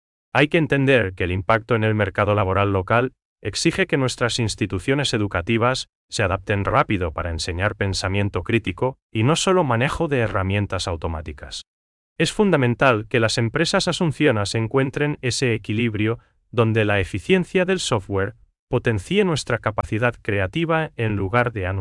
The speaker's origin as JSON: {"language": "Spanish", "country": "Paraguay", "said": "esa chispa paraguaya que nos hace únicos en la región."}